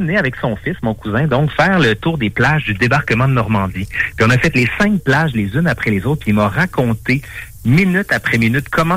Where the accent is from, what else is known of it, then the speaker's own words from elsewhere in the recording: Quebec City, Quebec, Canada; moi, je viens de la ville de Québec, plus spécifiquement de Sainte-Foy. J'ai fait mes études là-bas, mais la moitié de ma famille était française.